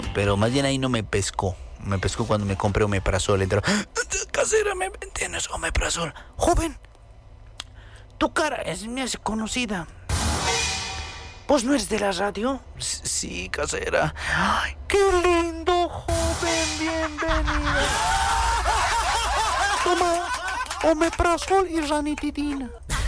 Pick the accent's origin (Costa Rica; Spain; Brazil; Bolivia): Bolivia; Altiplano; yo soy netamente collinga.